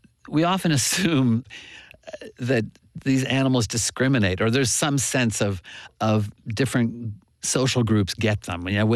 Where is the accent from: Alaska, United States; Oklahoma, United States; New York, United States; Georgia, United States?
Oklahoma, United States; when I was growing up, I grew up in Oklahoma, and I remember the kind of primal horror of being an eight-year-old and putting your fingers through your hair and finding a giant bloated tick in your hair.